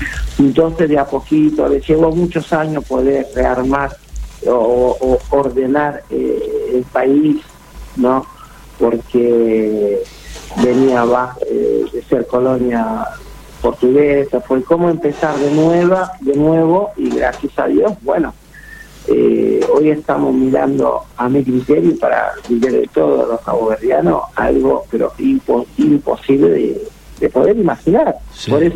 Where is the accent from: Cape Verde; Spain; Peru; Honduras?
Cape Verde; moved away; yo cuando salí de Cabo Verde, yo sabía que nunca iba a ver a Cabo Verde jugando en un torneo tan importante